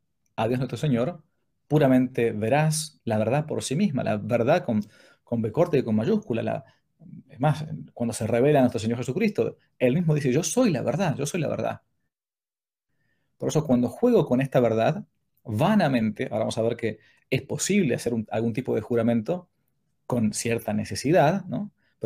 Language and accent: Spanish; Argentina; moved away; yo me quedé como hispanoamericano, argentino.